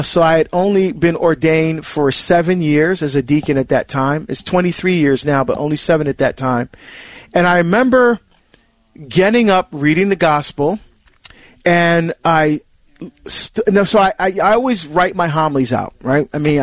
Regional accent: Barbados; very popular in my country, my home country of Barbados. In fact, when my daughter Angela and I go home, or when I, well, I call home Barbados, that's where I'm from, right?

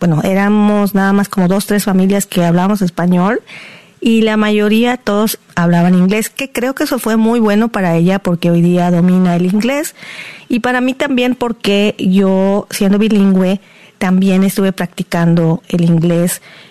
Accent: Mexico; now in United States; Y cuando salimos de nuestro país, como por ejemplo nosotros que radicamos aquí en Estados Unidos, nos damos cuenta cómo siendo hispanos nos identificamos con el mismo tipo de comida

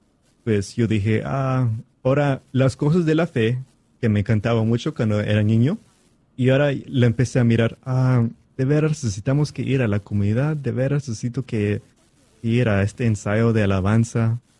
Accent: Mesa, Arizona, United States; sé unas palabras en Chuj, pero no mucho. Pero de allá somos. Y pues yo nací en Mesa, Arizona. Y allá también fui a la escuela y todo eso.

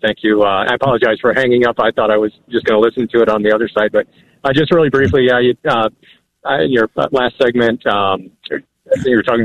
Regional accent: Arizona, United States; as I was mentioning to your screener that I'm actually from Arizona

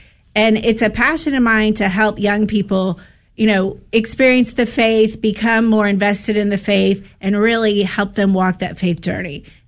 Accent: Dallas, Texas, United States; born and raised in Dallas, fortunate to be a cradle Catholic.

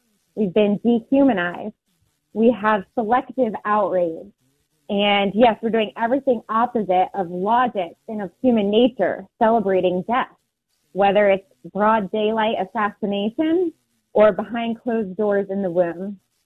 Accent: Maine, United States; And I'm a Mainer. I'm originally born and raised in Maine.

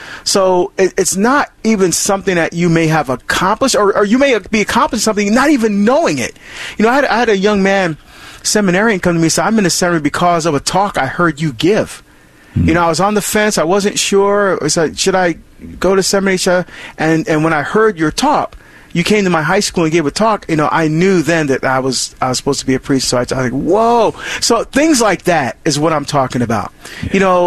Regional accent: Barbados; Well, yeah, Calypso, you know, because we're from Barbados.

